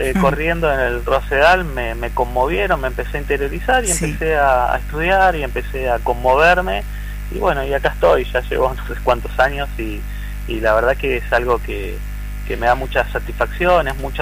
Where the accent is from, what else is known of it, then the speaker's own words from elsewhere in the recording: Neuquén, Argentina; moved away as an adult; also born or lived in Mendoza / Buenos Aires; yo soy de Neuquén, me fui a estudiar a Mendoza, viví en Capital mucho tiempo y hace seis años decidí pegar la vuelta, como todos los neuquinos que nos vamos a estudiar a otro lado, y rionegrinos también.